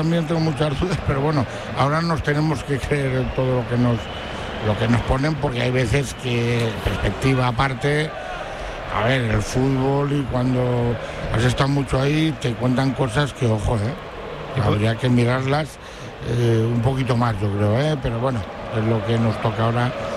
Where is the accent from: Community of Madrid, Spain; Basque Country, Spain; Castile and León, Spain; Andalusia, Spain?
Castile and León, Spain; Valladolid